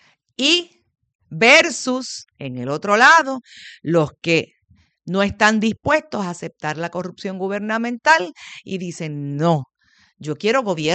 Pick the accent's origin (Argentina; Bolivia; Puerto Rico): Puerto Rico; los puertorriqueños son buenos, somos buenos, somos pacientes.